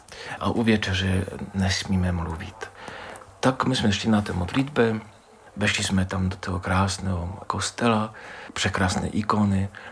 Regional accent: Moravian-Silesian Region, Czechia; tak jsme mu řekli, že jsme z České republiky

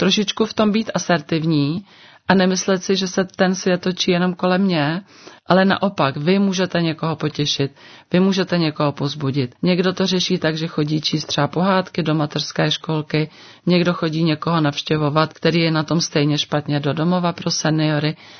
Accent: Plzeň, Plzeň Region, Czechia; já pocházím z Plzně

